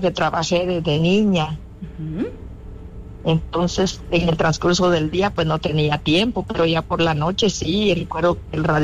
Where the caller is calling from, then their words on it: Ciudad Peronia, Guatemala Department, Guatemala; Desde acá de Ciudad Peronia.